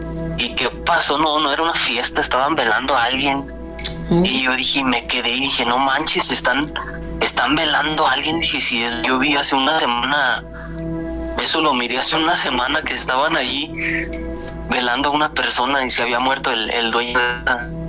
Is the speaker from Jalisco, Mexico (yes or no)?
no; San Francisco del Rincón, Guanajuato, Mexico; Soy de San Francisco del Rincón, Guanajuato.